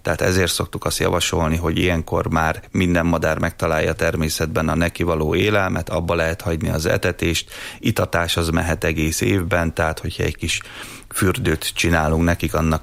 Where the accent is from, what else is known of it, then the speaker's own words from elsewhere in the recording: Miskolc, Borsod-Abaúj-Zemplén, Hungary; Én itt Miskolcon, az Avason nőttem fel, tehát annyira nem természetbarát hely, de azért végül is zöld rész